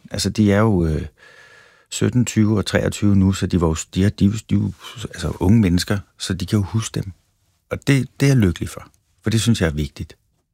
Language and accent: Danish; Valby, Capital Region of Denmark, Denmark; vi havde sådan en plads i Valby, faktisk lige over for spinderiet, hvor jeg voksede op.